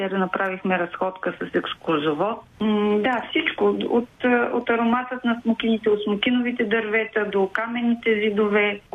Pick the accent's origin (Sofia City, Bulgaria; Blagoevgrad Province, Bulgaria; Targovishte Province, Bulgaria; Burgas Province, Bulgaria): Burgas Province, Bulgaria; Sozopol; И винаги преоткривам Созопол, моят роден град, през очите на художниците